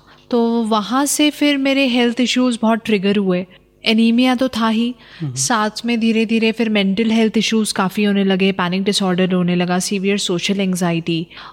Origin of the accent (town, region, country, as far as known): Bhopal, Madhya Pradesh, India; born or raised there